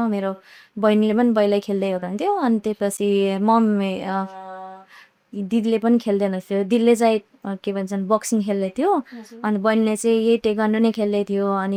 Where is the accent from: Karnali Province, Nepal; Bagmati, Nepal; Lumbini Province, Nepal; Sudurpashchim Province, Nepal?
Lumbini Province, Nepal; Nepalgunj; नेपालगञ्ज भनेको म यहीँ जन्मेको यहीँ हुर्केको अहिलेसम्म यहाँ पढाइ पनि यहीँ सकाएँ